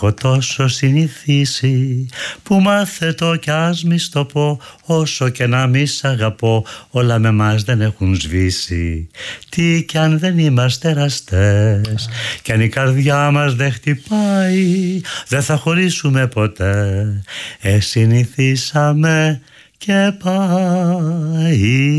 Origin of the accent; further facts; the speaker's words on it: Greece; είμαι Έλληνας